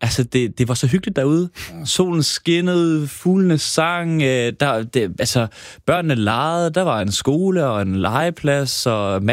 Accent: Copenhagen, Capital Region of Denmark, Denmark; Nej, jeg er født i København, opvokset i Vanget og Vesterbro

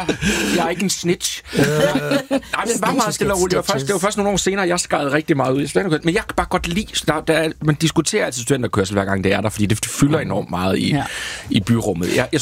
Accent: Toftlund, Region of Southern Denmark, Denmark; I Toftlund i Sønderjylland.

